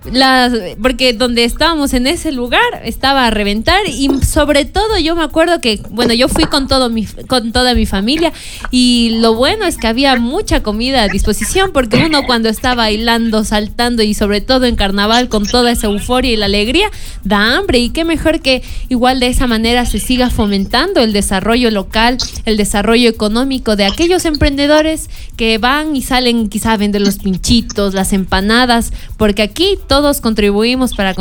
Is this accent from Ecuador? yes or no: yes; Ecuador; nuestra segunda fecha como ecuatorianos en el Mundial